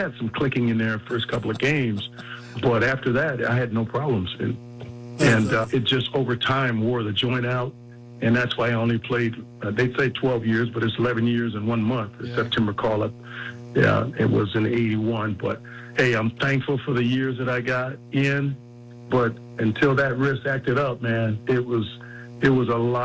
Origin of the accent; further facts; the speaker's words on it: Joliet, Illinois, United States; the city of Joliet. You know, that's my hometown, and I love these guys there